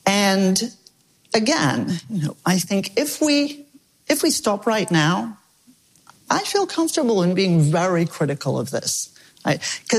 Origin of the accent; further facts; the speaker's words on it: Melbourne, Victoria, Australia; born there; I was born in Melbourne, Australia, a country that still exists.